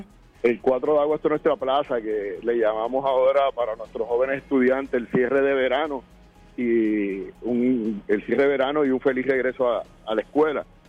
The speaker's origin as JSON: {"language": "Spanish", "country": "Puerto Rico", "said": "Así que como puertorriqueños, independientemente de la ideología"}